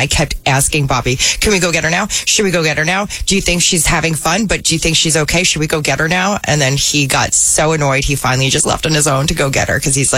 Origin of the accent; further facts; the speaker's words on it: New Jersey, United States; I grew up in Central Jersey where Wawas were everywhere.